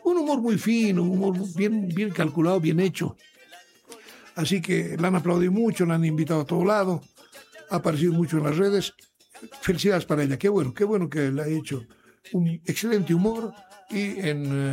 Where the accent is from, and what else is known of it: Bolivia